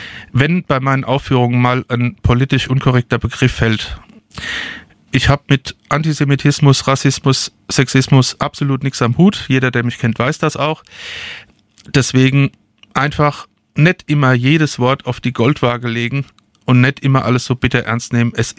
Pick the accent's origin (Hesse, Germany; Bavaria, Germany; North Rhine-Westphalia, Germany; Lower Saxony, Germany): Hesse, Germany; Darmstadt; ich bin ja in Darmstadt geboren und aufgewachsen.